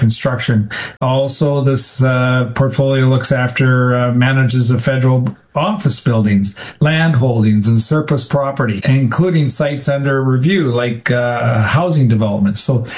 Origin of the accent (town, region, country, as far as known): Canada